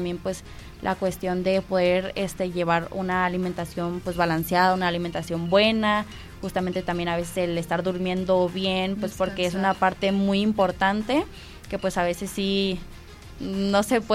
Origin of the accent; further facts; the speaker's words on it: Mexico; O sea, pues tuve que salir aquí de México, la verdad fue mi primera vez viajando hasta otro país